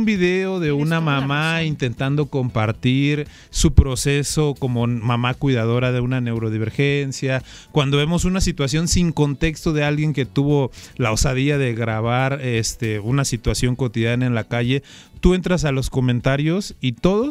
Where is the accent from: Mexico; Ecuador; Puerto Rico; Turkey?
Mexico; Acayucan, Veracruz; yo soy de Acayucan. Y aunque estamos en Veracruz, culturalmente la forma en la que nosotros nos expresamos en el sur, en el norte y en el centro es totalmente diferente.